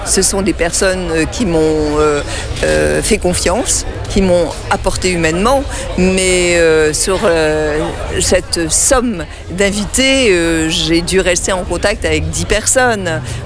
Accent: Brittany, France

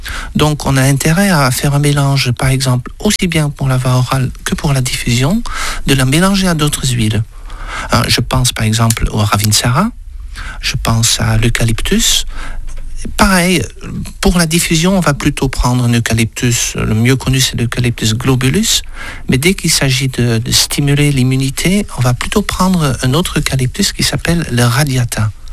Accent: Le Pompidou, Occitanie, France; Et bien sûr, chez nous, au Pompidou.

